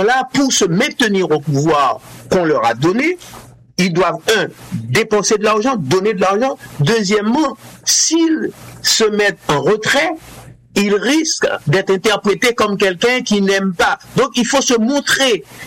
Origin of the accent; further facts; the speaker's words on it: Haiti; ces gens-là, Pierre Michel l'a dit, ne nous représente pas en tant qu'Haïtien.